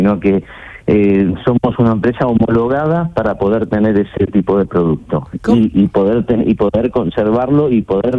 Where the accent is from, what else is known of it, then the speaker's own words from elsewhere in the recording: Argentina; now in Marbella, Spain; No, no soy de Huelva, no soy español, soy argentino, pero llevo viviendo en España desde el año 81.